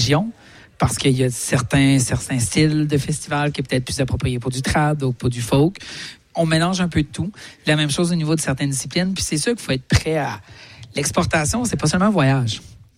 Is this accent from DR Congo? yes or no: no; Canada; Et le sommet 2028 aura lieu chez nous, au Canada.